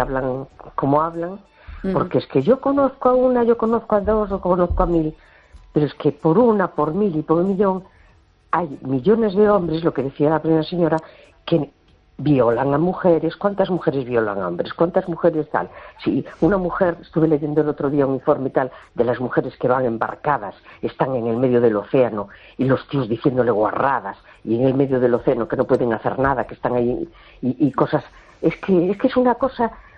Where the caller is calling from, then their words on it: A Coruña, Galicia, Spain; de La Coruña.